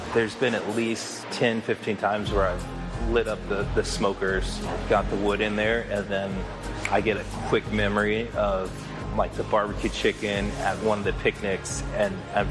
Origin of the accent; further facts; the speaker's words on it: Kansas City, Missouri, United States; that's a road that divides Kansas City, Missouri and Kansas City, Kansas. And I grew up on the Kansas City, Missouri side.